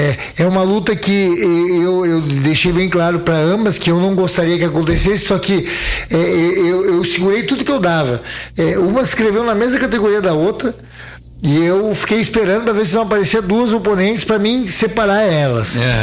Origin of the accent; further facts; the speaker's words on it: Pelotas, Rio Grande do Sul, Brazil; also born or lived in Caxias do Sul; now in Nova Prata, Brazil; particularmente, sou de Pelotas, morei muitos anos em Caxias, tô em Nova Prata há um ano